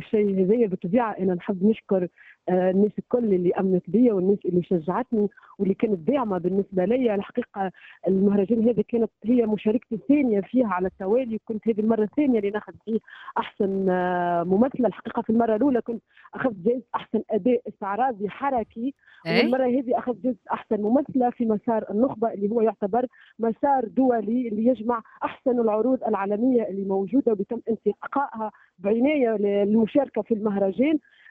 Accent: Tunisia; يكاد الجمهور لا يعرف اللي انا تونسية او عمانية،

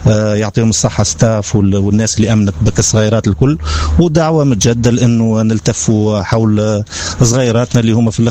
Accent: Sfax Governorate, Tunisia; كقراقنا مع بعضنا

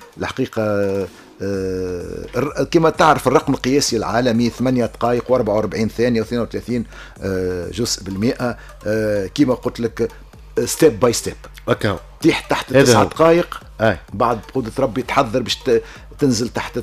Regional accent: Tunisia; ما سمعنا بيش بالكل معنا في تونس ما كانش نسمعوا بيه

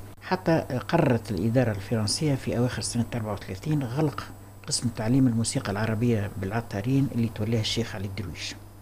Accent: Tunisia; accent: Tunisian; كما نقولوا باللغة بلهجتنا التونسية

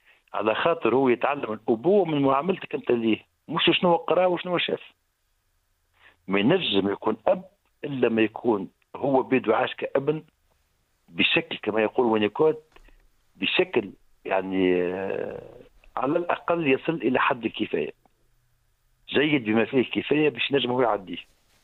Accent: Tunisia; عندنا في تونس

